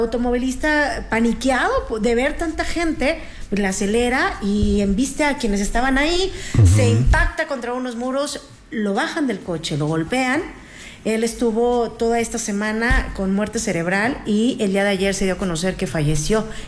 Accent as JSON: {"language": "Spanish", "country": "Mexico"}